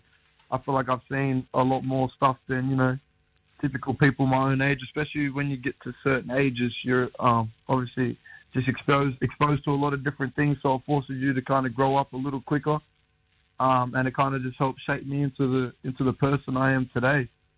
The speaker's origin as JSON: {"language": "English", "town": "Redfern", "region": "New South Wales", "country": "Australia", "tie": "born or raised there", "said": "Obviously, growing up in Redfern in Sydney, footy, rugby league is the main sport."}